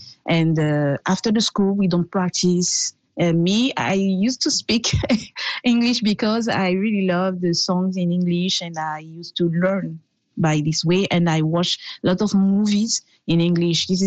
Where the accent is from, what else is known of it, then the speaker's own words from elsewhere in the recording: Bouaké, Vallée du Bandama, Côte d’Ivoire; born there; English is a second language; moved away as an adult; I was born in Ivory Coast in the city named Bouaké in the center. My father is from the north. My mother is from the south. And I was born in the center of Côte d'Ivoire.